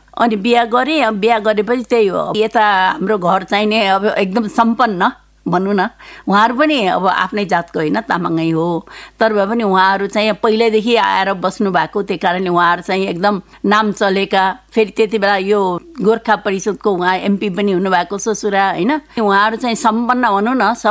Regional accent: Kathmandu, Bagmati, Nepal; म काठमाडौँमै जन्मेको, काठमाडौँको महाराजगञ्जमा जन्मेँ हुँ र म 2002 सालको काठमाडौँमै जन्मेको, काठमाडौँमै हुर्केको भन्नु पर्यो। अब म अहिलेसम्म काठमाडौँमै छु, अब त्यहाँभन्दा कतै यताउति गएको छैन, म यहीँ जन्मेको यहीँ छु।

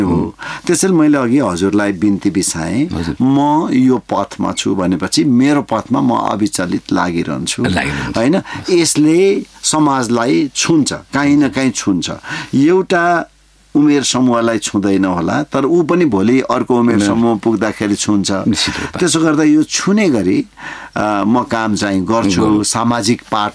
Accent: Itahari, Koshi Province, Nepal; born there; also born or lived in Hedangna; म यो परिवेशमा हुर्किएको हुँ यसरी, होइन हेदाङनादेखि म जुन इटहरी आसपासमा बसेँ आएर हुर्किएँ

